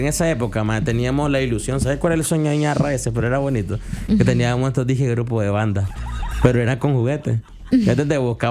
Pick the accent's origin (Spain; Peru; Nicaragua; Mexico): Nicaragua; Juigalpa, Chontales; now in Managua, Nicaragua; soy de ahí